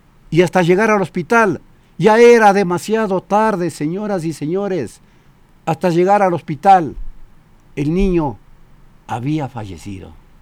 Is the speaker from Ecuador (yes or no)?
yes; Ecuador